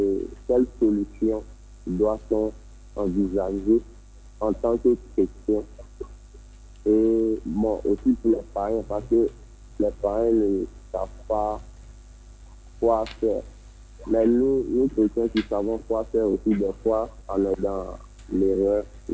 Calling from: Abidjan, Côte d’Ivoire; Je vous appelle de la Rivière 2.

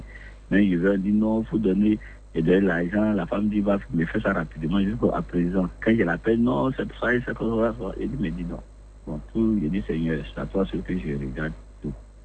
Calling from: Abidjan, Côte d’Ivoire; j'appelle du Cocody Angry.

